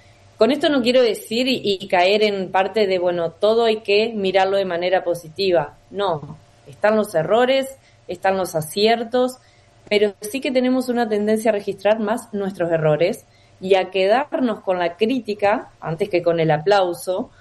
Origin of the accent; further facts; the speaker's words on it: Argentina; now in Paraná, Argentina; porque vivimos en la ciudad de Paraná o porque somos de Argentina